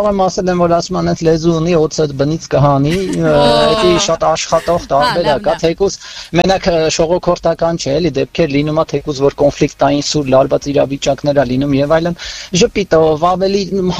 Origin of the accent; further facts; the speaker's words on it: Yerevan, Armenia; Երևանից եմ